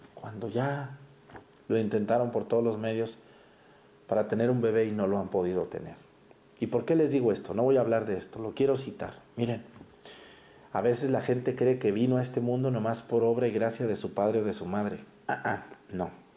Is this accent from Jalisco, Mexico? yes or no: yes; Mexticacán, Jalisco, Mexico; Yo, ahí en mi pueblo, en Mestigacán, la casa de mis abuelos era parte de una hacienda muy antigua